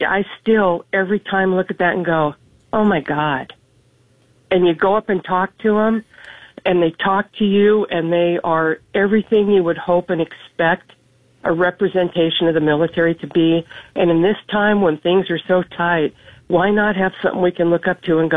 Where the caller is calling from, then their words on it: Alabama, United States; I'm down here in Alabama, and I am 30 minutes from Pensacola